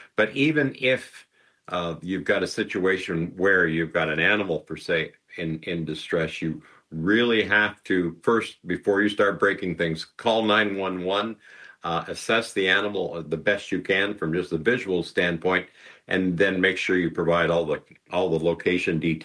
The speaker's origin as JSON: {"language": "English", "country": "Canada", "said": "as Canadian consumers"}